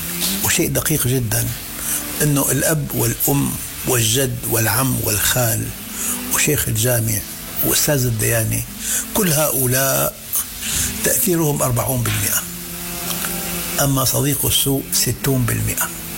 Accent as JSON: {"language": "Arabic", "country": "Syria", "said": "أنا أقول عن بلدي سوريا"}